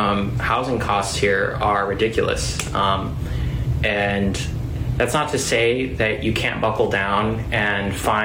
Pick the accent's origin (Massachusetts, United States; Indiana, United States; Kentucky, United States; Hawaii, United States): Hawaii, United States; I was raised in Hawaii